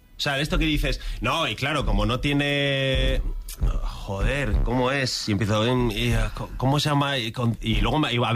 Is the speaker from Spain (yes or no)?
yes; León, Castile and León, Spain; mi padre es de un pueblo de León, mi madre madre es de Astorga, mi padre en un pueblo que se llama Hospital de Órbigo, y hemos vivido siempre en León, ¿no?